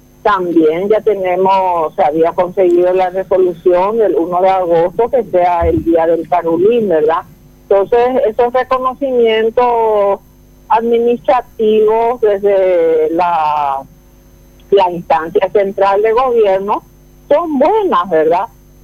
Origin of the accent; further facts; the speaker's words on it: Paraguay; como paraguayos, ya cuando hablamos de paraguayos, ya hablamos de un mestizaje